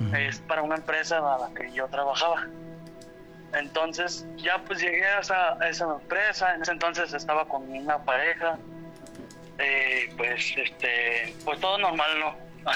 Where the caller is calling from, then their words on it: Aguascalientes, Mexico; Desde Aguascalientes, Aguascalientes, aquí en la capital.